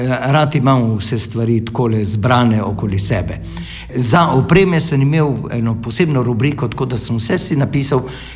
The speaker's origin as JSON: {"language": "Slovenian", "town": "Trieste", "region": "Friuli-Venezia Giulia", "country": "Italy", "also_born_or_lived": "Ljubljana", "moved": "as an adult", "said": "jaz prihajam iz Trsta"}